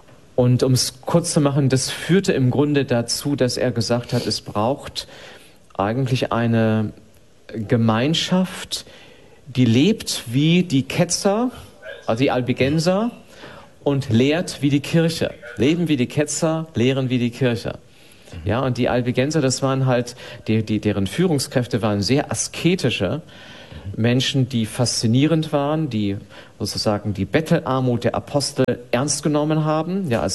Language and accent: German; Bremen, Germany; Ja, also ich bin in einem katholischen Elternhaus aufgewachsen. Ich bin in Bremen aufgewachsen, und zwar, das ist ja bekanntermaßen eher protestantisch beziehungsweise jetzt höchst säkular geprägt heutzutage.